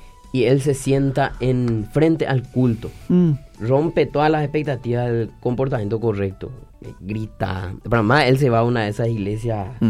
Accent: Paraguay; Nosotros somos paraguayos

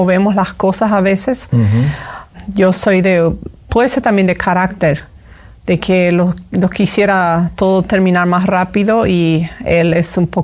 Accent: Paraguay; Nací en Paraguay, me crié en Paraguay y soy de una familia de descendiente canadiense, europea.

